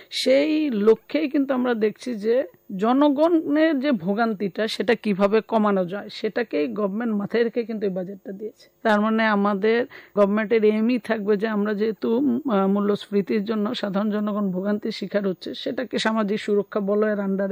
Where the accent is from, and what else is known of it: Bangladesh